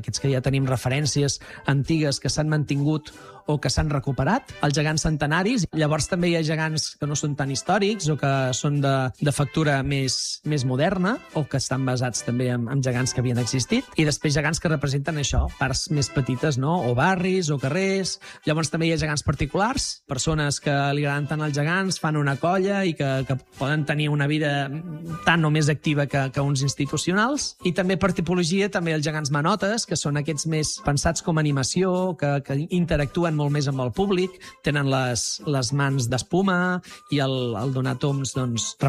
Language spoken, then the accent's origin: Catalan; Reus, Catalonia, Spain; Jo sóc de Reus